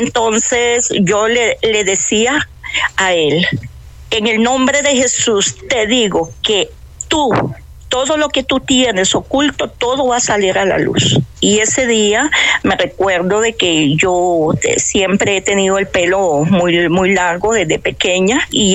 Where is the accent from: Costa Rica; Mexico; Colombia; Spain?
Costa Rica; born there; nací en Costa Rica.